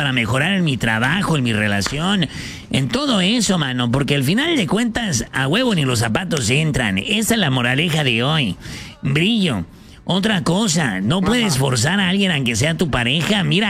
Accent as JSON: {"language": "Spanish", "town": "Ciudad Obregón", "region": "Sonora", "country": "Mexico", "tie": "born there", "also_born_or_lived": "Mexico City", "said": "Pues de Obregón, Sonora, mano, de ahí somos. Viví varios años en Ciudad de México, pero soy nacido en Obregón, Sonora."}